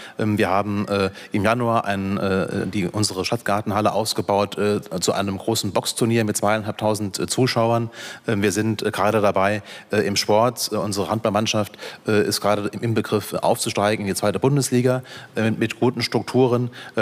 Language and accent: German; Saarlouis, Saarland, Germany; ich wollte hier eben vor Ort anpacken für meine Heimatstadt, weil es so ein Riesenpotenzial gibt, was Saarlouis hat.